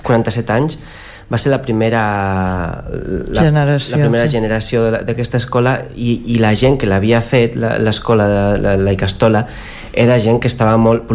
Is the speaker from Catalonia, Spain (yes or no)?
no; Lasarte, Basque Country, Spain; jo sóc d'un poble, de fet, sóc d'un poble que es diu La Sarte, però ningú el coneix, i llavors dic que sóc de Sant Sebastià